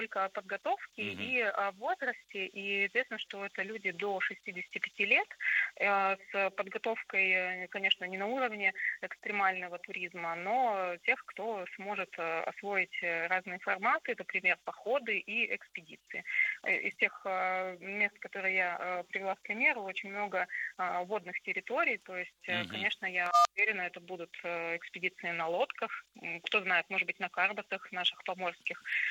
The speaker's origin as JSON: {"language": "Russian", "town": "Arkhangelsk", "region": "Arkhangelsk Oblast", "country": "Russia", "said": "Но так как мы из Архангельска, мы у него спросили, а чем же из Архангельской области мы хотим презентовать этот проект."}